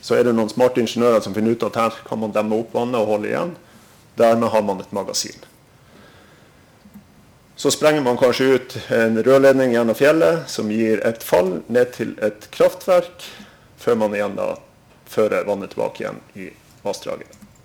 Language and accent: Norwegian; Northern Norway, Norway; Isaskraft, vi en kraftleverandør med utspring fra nord. Det hører dere kanskje av dialekten min. Jeg sitter selv i Alta.